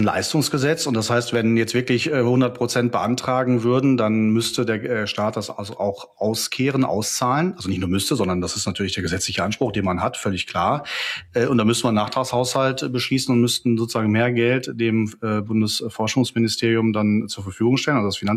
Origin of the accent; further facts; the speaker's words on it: North Rhine-Westphalia, Germany; für ganz Ostwestfalen-Lippe, meine Heimatregion